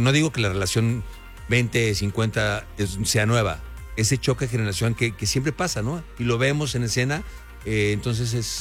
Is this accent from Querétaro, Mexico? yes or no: yes; Querétaro, Mexico; para mí es un honor pertenecer ahora a esta familia teatral de Querétaro, yo siendo queretano aparte.